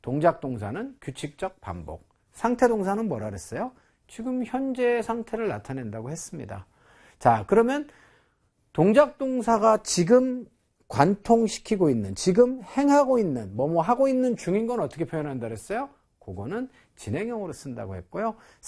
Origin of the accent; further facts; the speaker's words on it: South Korea; 저는 이제 한국인이에요.